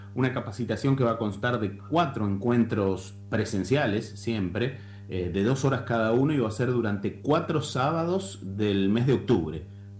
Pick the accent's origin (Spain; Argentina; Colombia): Argentina; Entre Ríos; No, muy poco. Y eso que vengo de Entre Ríos.